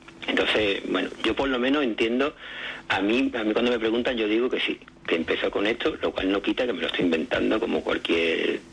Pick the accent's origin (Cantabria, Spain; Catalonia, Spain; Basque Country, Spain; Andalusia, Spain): Andalusia, Spain; Morón de la Frontera; yo soy de Morón de la Frontera, entonces aquí el flamenco como que lo tienes ahí detrás